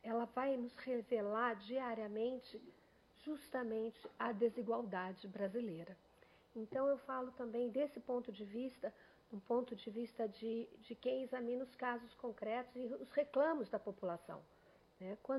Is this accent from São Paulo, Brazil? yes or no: yes; São Paulo, Brazil; born there; now in Rio de Janeiro, Brazil; eu sou paulista, eu sou nascida aqui. Então, eu me carioquei, a vida me cariocou, mas eu sou daqui.